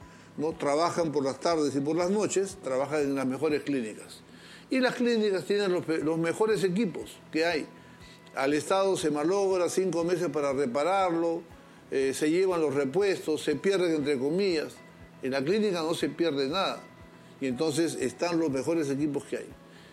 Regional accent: Peru; como peruano, como ciudadano

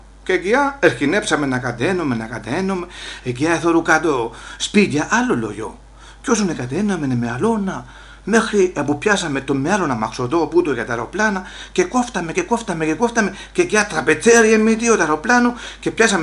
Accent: Olympos, South Aegean, Greece

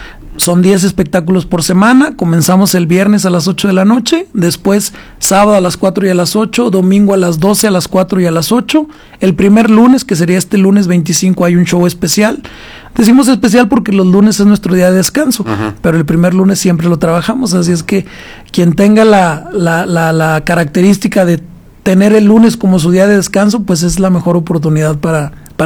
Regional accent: Mexico; así somos los mexicanos

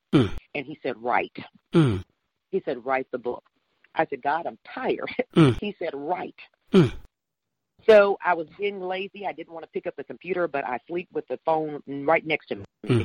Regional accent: Mississippi, United States; I am from Mississippi.

